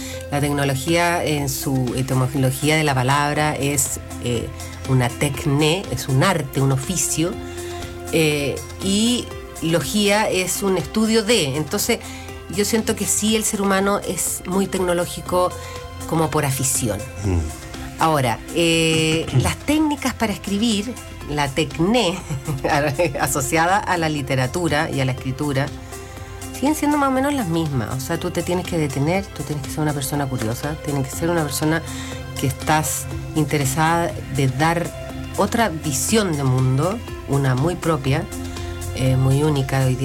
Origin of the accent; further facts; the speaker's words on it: Chile; somos todos chilenos, pero no somos todos iguales.